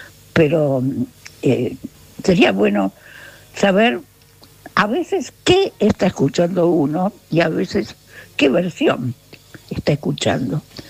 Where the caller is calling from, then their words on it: Buenos Aires, Argentina; de Palermo